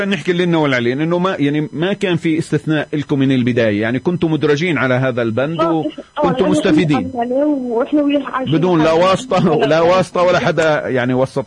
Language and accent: Arabic; Palestine; احنا كفلسطينيين